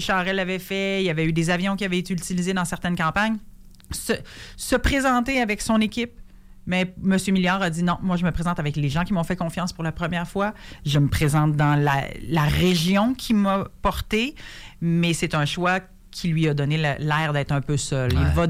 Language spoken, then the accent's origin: French; Quebec, Canada; Je suis une Beauceronne.